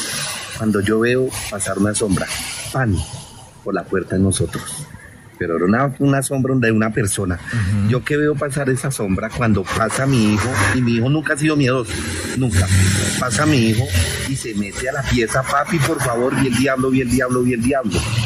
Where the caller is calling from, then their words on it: Ibagué, Tolima, Colombia; Desde la capital musical de Colombia.